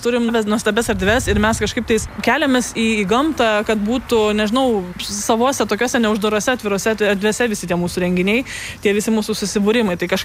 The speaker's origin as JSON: {"language": "Lithuanian", "town": "Užusaliai", "region": "Kaunas County", "country": "Lithuania", "tie": "born or raised there", "said": "aš tai čia gyvenu visą gyvenimą, 32 metus, jau baigi 33, ir kažkaip tai, kaip su vyru planavome tolimesnį gyvenimą, tai net nebuvo tokios minties iš čia išsikelti. Tai kažkaip tai visas gyvenimas sukasi aplink tą kaimą"}